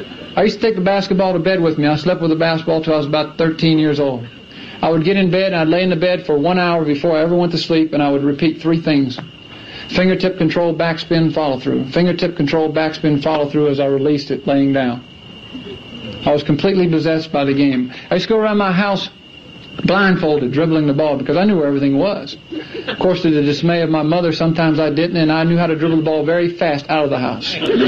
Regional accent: Clemson, South Carolina, United States; I grew up in Clemson, South Carolina. When I was 4 years old, the only thing I ever knew was basketball.

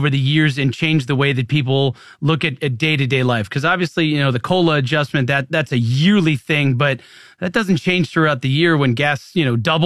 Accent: Midwest, United States; See, I grew up in the Midwest, and I've lived in different places in the country, and I still hold on to the pop.

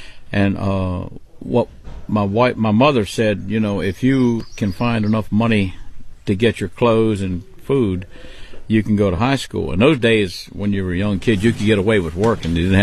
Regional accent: Maryland, United States; I was born and raised in Maryland, and we lived in an urban area

